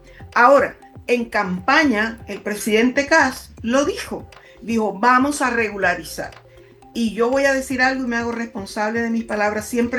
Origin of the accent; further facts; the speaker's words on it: Colombia; now in Los Lagos, Chile; yo soy chilena y soy chilena de corazón, naturalizada, y amo este país como el mío. Eso sí, eso llega hasta que juegan Colombia y Chile. Cuando juegan Colombia me olvido de Chile.